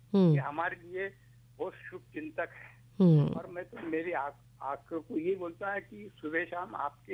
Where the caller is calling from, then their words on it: Malegaon, Maharashtra, India; मैं मालेगांव से बोल रहा हूँ